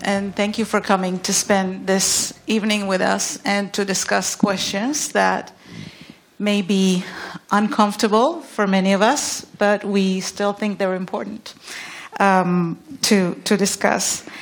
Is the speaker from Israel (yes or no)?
yes; Israel; moved away as an adult; I was born and raised in Israel, where I practiced as a human rights and criminal defense lawyer and worked with many Palestinian clients and human rights organizations. I left Israel with my family in 2016